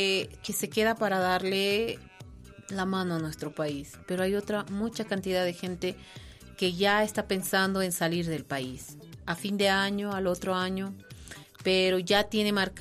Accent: Bolivia; todos somos hermanos bolivianos. Hemos nacido en una patria tan linda.

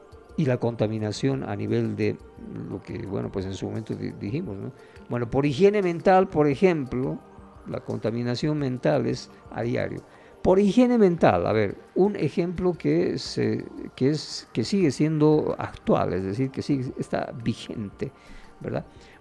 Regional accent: Bolivia; como bolivianos, estamos entrando otra vez a otro círculo vicioso

